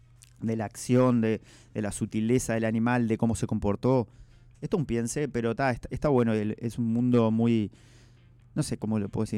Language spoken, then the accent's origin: Spanish; La Paloma, Rocha, Uruguay; como uruguayos y como palomenses, rochenses, tenemos que sentirnos privilegiados de tener la ruta de las ballenas